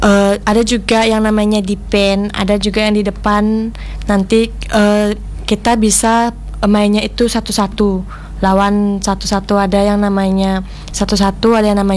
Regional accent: Bali, Indonesia; perkenalkan … dari Desa Bulian.

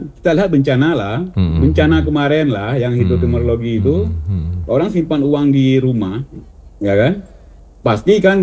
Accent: Aceh, Indonesia; kita selaku Aceh

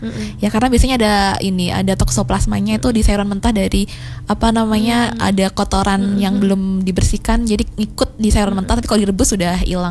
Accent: Trenggalek, East Java, Indonesia; Karena saya dari Trenggalek kebetulan.

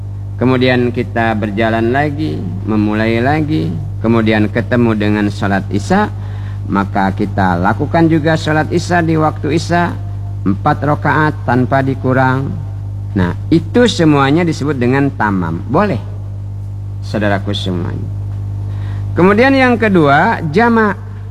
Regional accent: Bangka Belitung Islands, Indonesia; kita orang Bangka

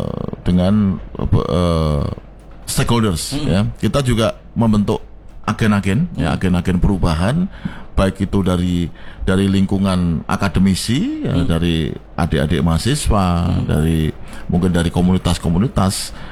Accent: Salatiga, Central Java, Indonesia; Oh, Magelang. Tetanggaku tuh aku Salatiga tuh.

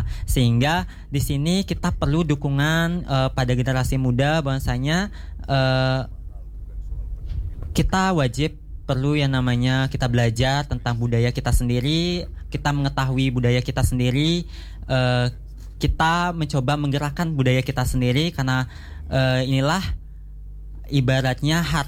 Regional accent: Menyali, Bali, Indonesia; terutama di desa saya sendiri, desa Menyali

